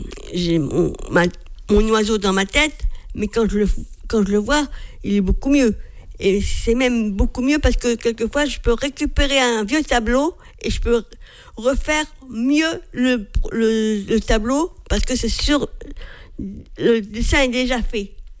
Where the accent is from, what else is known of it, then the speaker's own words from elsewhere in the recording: Morocco; born there; Je suis née au Maroc, donc je sais qu'il y a des maisons marocaines.